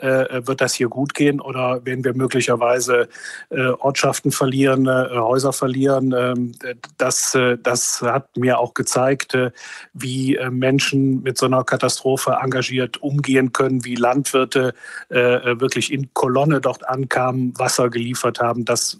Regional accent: Düren, North Rhine-Westphalia, Germany; Klar, ich komme aus der Eifel und kleinere Waldbrände hatten wir immer mal.

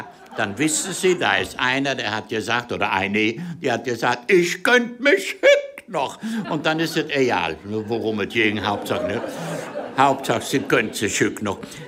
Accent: Southern Germany, Germany; ich komme ja aus dem Süden und ich kenne nur Gasthausnamen wie der Weiße Schwan, der Goldene Adler, der Hirsch

